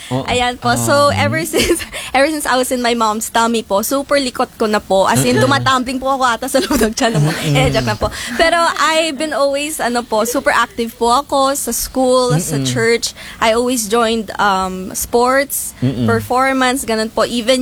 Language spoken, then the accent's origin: Tagalog; Hong Kong; moved away; I was born and raised po sa Hong Kong.